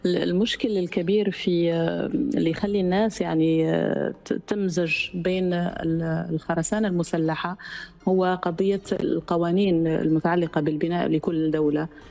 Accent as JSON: {"language": "Arabic", "country": "Algeria", "said": "مثلا عندنا في الجزائر في المناطق الصحراوية في هناك قوانين خاصة للبناء في المناطق الصحراوية"}